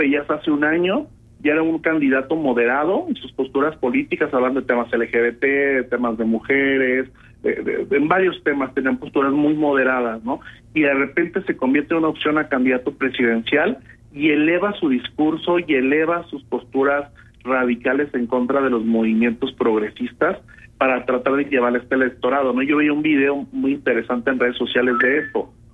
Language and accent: Spanish; Durango, Mexico; literalmente entrando a la ciudad de Durango, vengo de precisamente del Orgullo de la Ciudad de México, donde tuvimos la oportunidad de participar más de 50 duranguenses que estuvimos por allá.